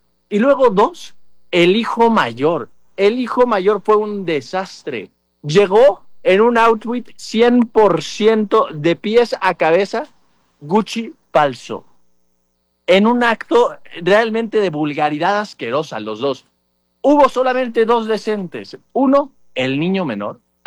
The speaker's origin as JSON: {"language": "Spanish", "region": "Sonora", "country": "Mexico", "also_born_or_lived": "Texas", "said": "yo soy naco, yo soy naco de Sonora, medio de Sonora, medio de Texas."}